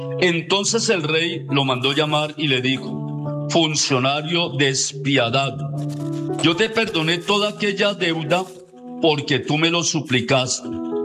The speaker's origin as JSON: {"language": "Spanish", "country": "Colombia", "said": "Los colombianos necesitamos ser unidos."}